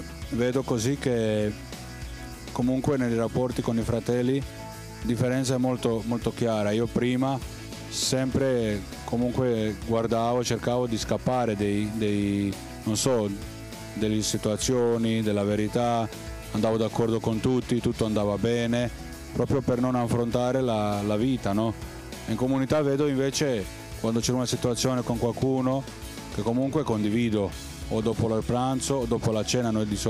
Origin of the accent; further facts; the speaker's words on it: Croatia; now in Italy; vengo dalla Croazia, sono alcuni anni che vivo nella questa realtà della comunità Cenacolo.